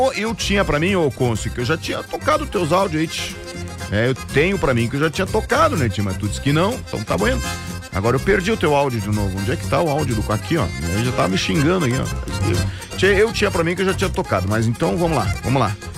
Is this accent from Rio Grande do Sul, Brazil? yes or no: yes; Pelotas, Rio Grande do Sul, Brazil; Eu sou de Pelotas, bagual. Lá da Princesa do Sul